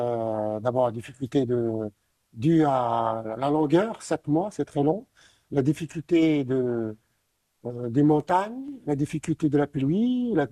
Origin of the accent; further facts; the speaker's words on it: Morocco; born there; je suis né au Maroc